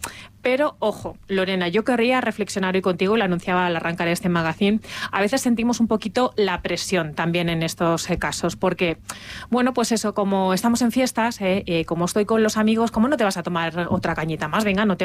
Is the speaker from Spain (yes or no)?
yes; Arenas de San Pedro, Castile and León, Spain; born there; Mi pueblo es Arenas de San Pedro, señores, pues no es de la comarca, pero casi.